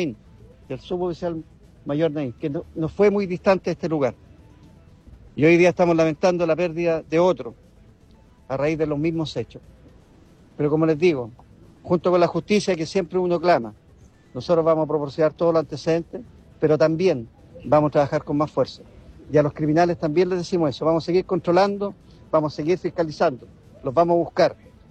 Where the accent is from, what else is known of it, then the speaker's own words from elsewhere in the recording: Chile; Aquí la sociedad, esta bonita sociedad que somos todos los chilenos, no merecemos esto.